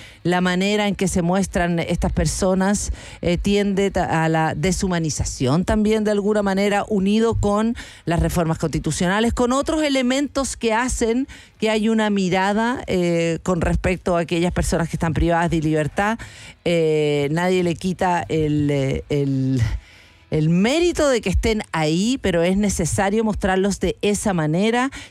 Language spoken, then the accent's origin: Spanish; Chile; estos días en nuestra larga y angosta faja de tierra, como nos enseñaron de niño en Chile